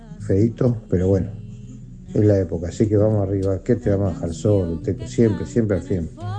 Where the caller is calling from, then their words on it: Montevideo, Uruguay; el heladero del Cerrito.